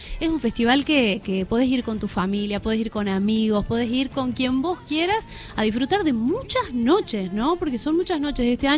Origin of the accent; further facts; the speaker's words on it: Saujil, Catamarca, Argentina; moved away; Soy de Pomán de Saugil, un pueblito chiquito que se lleva todo mi amor